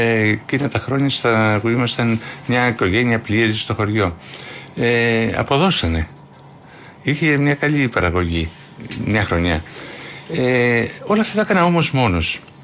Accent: Thessaly, Greece; born there

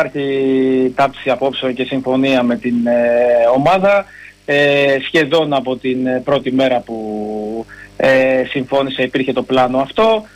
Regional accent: Greece; μεγάλωσα στον Άγιο Θωμά, καθώς είμαι και από την περιοχή.

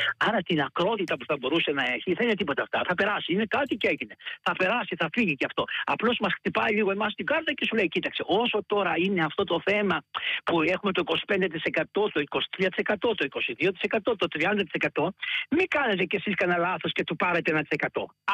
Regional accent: Greece; now in Cameroon; Επίσης είμαι ξένος εγώ, μπορεί να είμαι Έλληνας.

